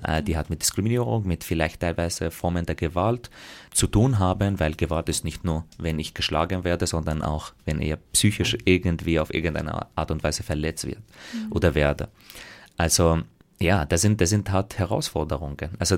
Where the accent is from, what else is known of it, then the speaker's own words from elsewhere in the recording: Graz, Styria, Austria; ich komme aus Graz, wenn ich wo unterwegs war, da war gleich die Frage, wo ich so wirklich her?